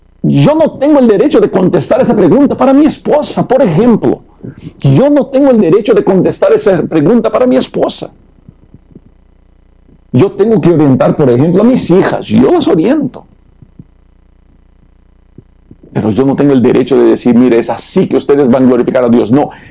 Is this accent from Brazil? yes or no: yes; Brazil; now in United States; Yo soy de Brasil, fui creado en Brasil.